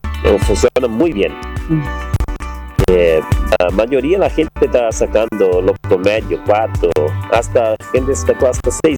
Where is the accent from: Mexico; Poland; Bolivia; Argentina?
Poland; Sí, yo soy polaco.